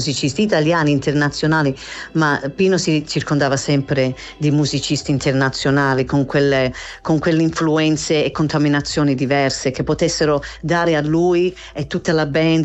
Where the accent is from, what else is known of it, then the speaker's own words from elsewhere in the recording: Australia; first language English; Italian is a second language; Poi io sono australiana, sono madrelingua inglese